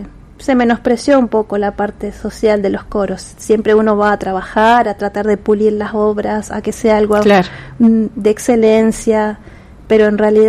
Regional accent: Corrientes, Argentina; now in Santa Fe, Argentina; yo, que soy de Corrientes, donde los coros no son mayoría.

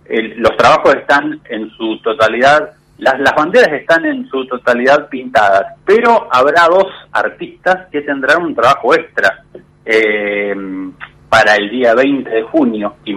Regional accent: Argentina; nos ha quedado como argentinos, una sensación de no abandonar

